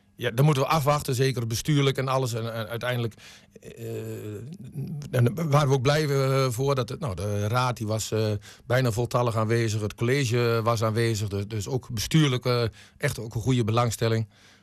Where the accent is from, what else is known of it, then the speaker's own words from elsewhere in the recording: Hoorn, Netherlands; Ik ben geboren aan de Vosbergenweg op de boerderij. Mijn hele leven was altijd buiten met het land en de dieren.